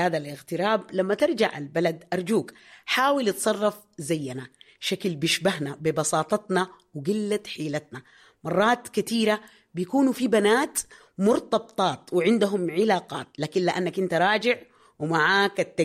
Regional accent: Sudan; بلدنا الحنين والحلو السودان.

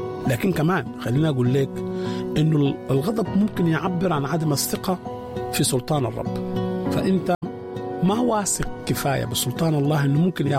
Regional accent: Sudan; وعندنا في السودان يقول زول ده أحمقنجي

